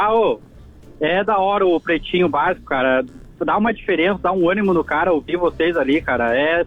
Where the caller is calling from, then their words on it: Nova Santa Rita, Rio Grande do Sul, Brazil; eu sou de Nova Santa Rita.